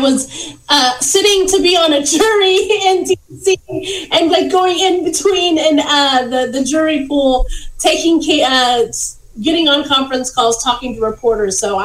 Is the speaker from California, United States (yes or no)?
no; Texas, United States; my home state of Texas, they immediately moved forward with different things